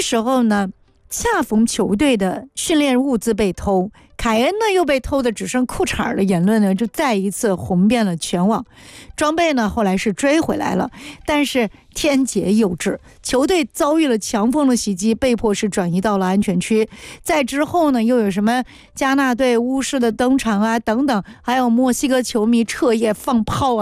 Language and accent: Chinese; China; 我们中国人